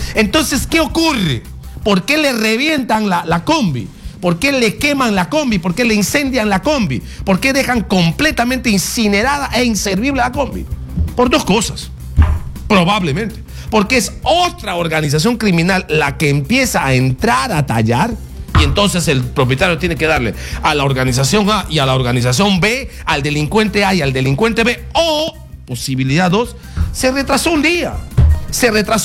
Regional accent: Peru; Somos los peruanos que nos agarramos un carro para hacer emolienteros.

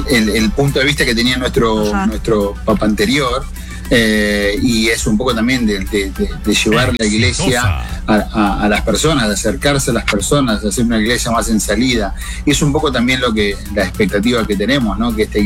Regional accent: Argentina; nosotros como argentinos tenemos que buscar eso.

